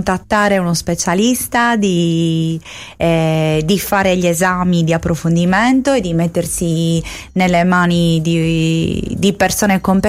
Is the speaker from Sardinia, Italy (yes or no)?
yes; Sardinia, Italy; moved away as an adult; now in Barcelona, Spain; la mia terra, che è la Sardegna, che amo